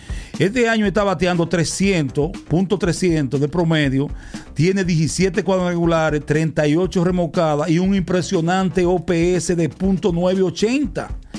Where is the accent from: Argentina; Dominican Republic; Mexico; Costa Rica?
Dominican Republic; moved away; nosotros como dominicanos